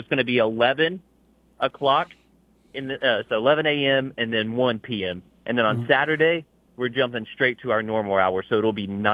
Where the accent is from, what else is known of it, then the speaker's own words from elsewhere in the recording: Athens, United States; moved away as an adult; also born or lived in Birmingham / West Palm Beach, Florida; So I'm from the Athens area. Grew up here, born and raised.